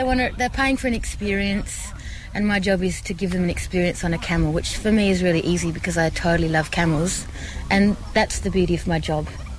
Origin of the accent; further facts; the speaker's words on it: Tasmania, Australia; Oh, because I'm from Tassie, yeah.